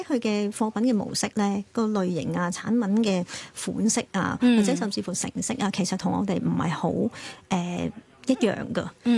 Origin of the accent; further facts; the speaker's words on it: Hong Kong; 我哋香港人